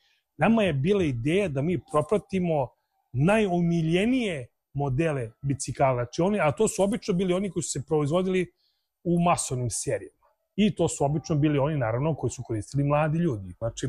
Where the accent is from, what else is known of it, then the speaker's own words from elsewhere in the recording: Serbia; mi smo svašta prošli kao narod, ne samo mislim mi kao Srbi, nego bukvalno cijela stara Jugoslavija je mislim, prošla sve i svašta.